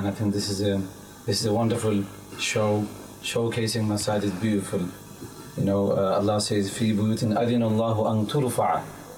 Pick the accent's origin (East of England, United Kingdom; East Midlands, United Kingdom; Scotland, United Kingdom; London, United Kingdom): East of England, United Kingdom; Luton; I was brought up in Luton, started our very basics in Masjid Nur.